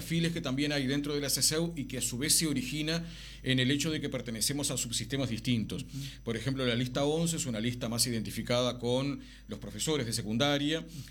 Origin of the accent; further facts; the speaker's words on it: Canelones, Uruguay; Yo soy del interior, vivo en Canelones y vivo además en el medio rural